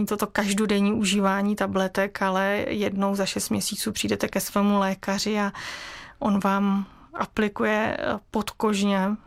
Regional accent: Moravia, Czechia; also born or lived in Leuven, Belgium; now in Plzeň, Czech Republic; Já jsem původně z Moravy, teď žiju v Plzni.

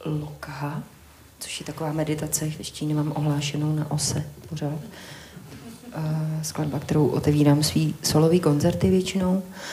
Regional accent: Karlovy Vary, Karlovy Vary Region, Czechia; born there; now in Prague, Czechia; Já jsem bydlela vlastně, narodila jsem se ve Varech a než jsem se přestěhovala do Prahy, tak už mě hudba provázela určitě třeba 3 roky

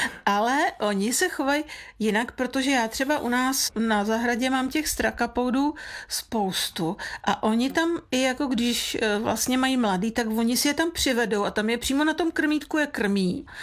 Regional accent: South Bohemian Region, Czechia; now in Prague, Czechia; A datel je pták, který třeba u nás v Jižních Čechách skoro není, ale tady v Praze já ho potkávám v Krtském lese velice často

